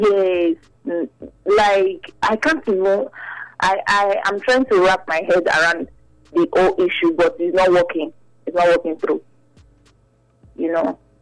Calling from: Benin City, Edo, Nigeria; I'm calling from Benin City.

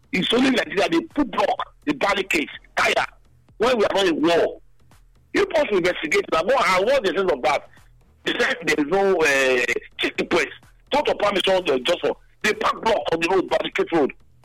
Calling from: Nigeria; I'm calling from Unibet.

